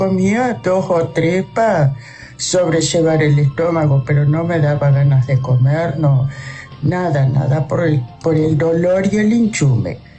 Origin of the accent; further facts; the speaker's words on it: Melo, Cerro Largo, Uruguay; Yo soy de acá de Melo.